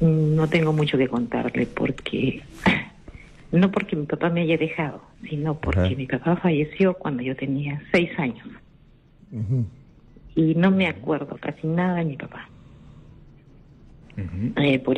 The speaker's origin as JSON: {"language": "Spanish", "town": "Chincha", "region": "Ica", "country": "Peru", "said": "Aló, buenas noches. … de Chincha."}